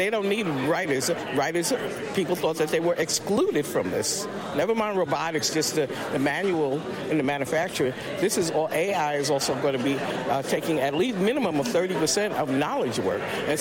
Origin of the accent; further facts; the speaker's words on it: New York, United States; now in California, United States; Well, look at I'm from New York, right? But I'm living here in California.